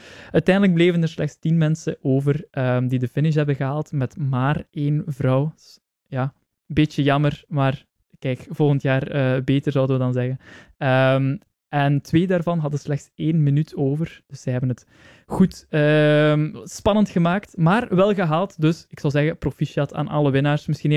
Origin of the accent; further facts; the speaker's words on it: Flanders, Belgium; Maar ja, daar zijn wij Belgen wel goed in.